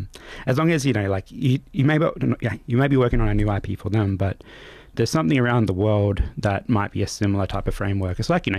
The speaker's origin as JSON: {"language": "English", "region": "Central Australia", "country": "Australia", "also_born_or_lived": "Adelaide", "said": "I'm from Central Australia, so every time I worked down in Adelaide, right, like, I was a guest."}